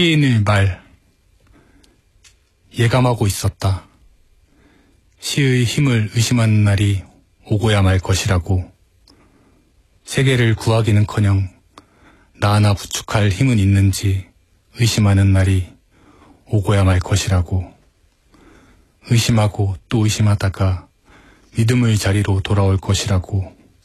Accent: Okcheon, North Chungcheong, South Korea; 제가 충북 옥천이라는 시골 마을에서 태어나서 20회 정도를 살았는데요.

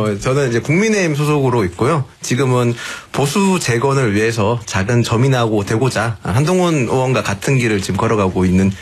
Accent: Daegu, South Korea; 저는 이제 고향이 대구인데 조금 미리 갔다 왔었어요.

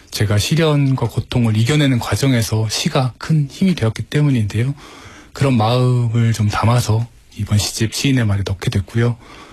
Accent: Okcheon, North Chungcheong, South Korea; 제가 충북 옥천이라는 시골 마을에서 태어나서 20회 정도를 살았는데요.

